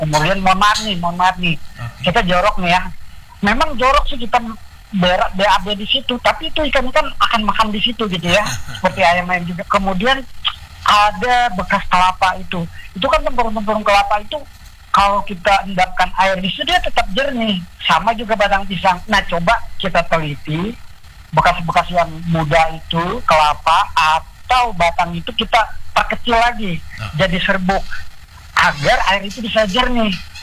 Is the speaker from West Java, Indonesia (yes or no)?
no; East Kalimantan, Indonesia; saya kebetulan lahir di Seisratai